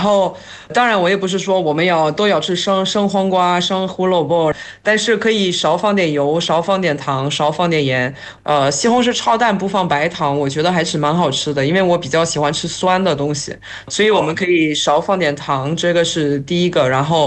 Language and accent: Chinese; France; Chinese is a second language; moved away; 对，我就是一个喜欢东北菜的法国人，